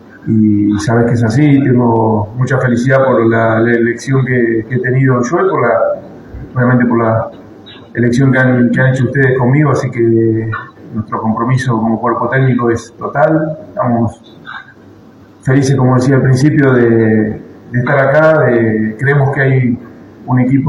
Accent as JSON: {"language": "Spanish", "country": "Argentina", "moved": "as an adult", "said": "obviamente para ustedes también, somos argentinos. Y cuando salí a Perú fue una decisión difícil"}